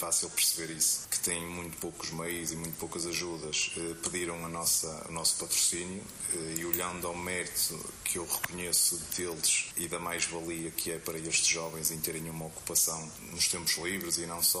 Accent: Alpendurada, Porto, Portugal; Passamos noutros locais e as pessoas, quando dizemos que somos de Alpendurada, as pessoas reconhecem-nos

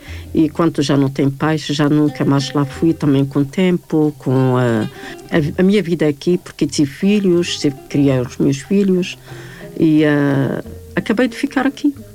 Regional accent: Berkane, Oriental, Morocco; Portuguese is a second language; moved away as an adult; also born or lived in central Morocco / Rabat; now in Portugal; Mas cresci na Berkane, numa cidade que faz fronteira com a Argélia, onde que eu estudei, onde que eu cresci com os meus pais.

